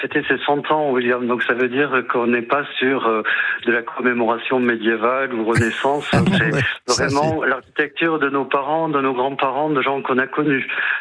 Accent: Toulouse, Occitanie, France; Je suis toulousain, donc je parle sans crainte.

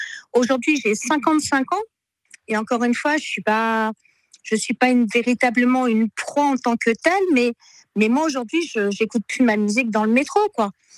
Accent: Paris, Île-de-France, France; Et moi, en tant que Parisienne

